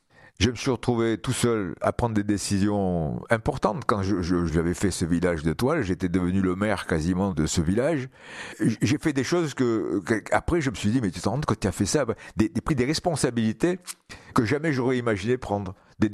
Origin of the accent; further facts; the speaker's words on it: Algiers, Algiers Province, Algeria; born there; moved away; je suis né à Alger.